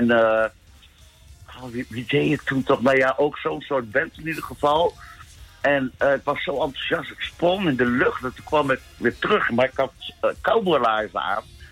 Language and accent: Dutch; Oldenzaal, Overijssel, Netherlands; Oldenzaal.